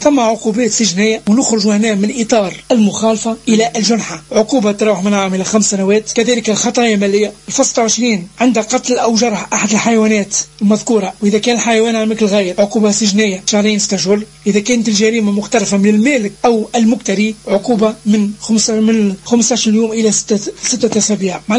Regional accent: Tunisia

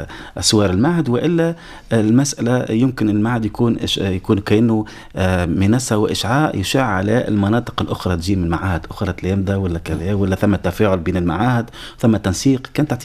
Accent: Tunisia; في كل الفضاءات المرتبطه بالمجال الكبير اللي هي بلادنا تونس

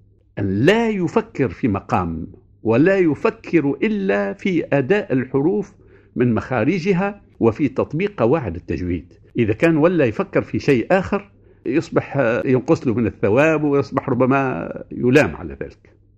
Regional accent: Tunisia; عندنا في تونس

